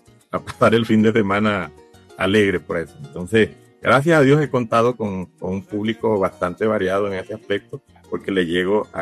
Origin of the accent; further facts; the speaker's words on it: Lorza, Apure, Venezuela; Bueno, yo vengo de Lorza, estado Apure, Venezuela. Soy colombo-venezolano porque soy hijo de madre colombiana de Arauca.